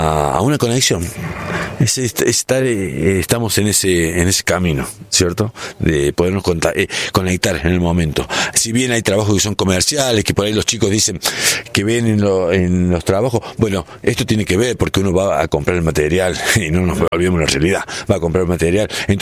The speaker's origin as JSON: {"language": "Spanish", "town": "Río Cuarto", "region": "Córdoba", "country": "Argentina", "tie": "born or raised there", "moved": "yes", "lives_now": "Merlo, Argentina", "said": "Mi pueblo natal, mi querido Río Cuarto."}